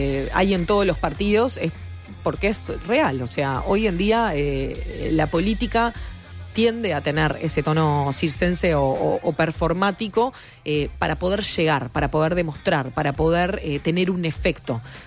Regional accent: Montevideo, Uruguay; En cordón norte de donde soy, se sigue usando

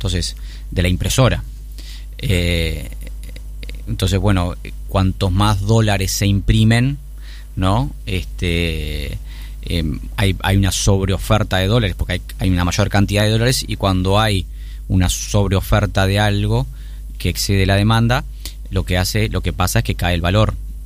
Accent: Uruguay

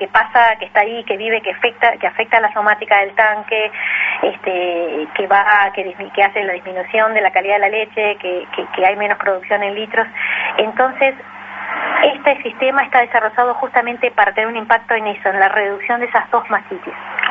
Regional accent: Uruguay; born there; moved away as an adult; also born or lived in England; yo me crié en tambos porque … que fue uno de los fundadores de Conaprole, de Raigón, de San José. Siempre viví la realidad de los tambos

